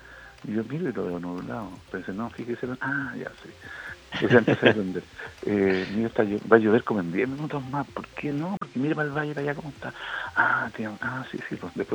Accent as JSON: {"language": "Spanish", "country": "Chile", "said": "¿Cómo somos los chilenos?"}